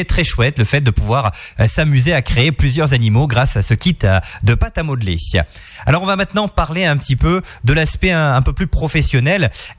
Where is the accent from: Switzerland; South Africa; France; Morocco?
France; Auvergne-Rhône-Alpes; de chez nous en Auvergne.